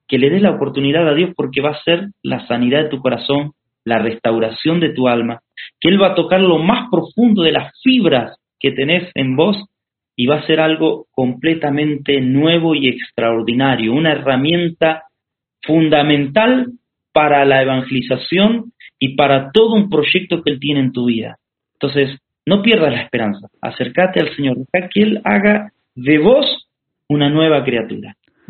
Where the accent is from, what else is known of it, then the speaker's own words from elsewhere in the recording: Argentina; now in Brazil; Y yo estaba en Argentina, estaba haciendo trabajos misioneros en mi país, hice en otros países también.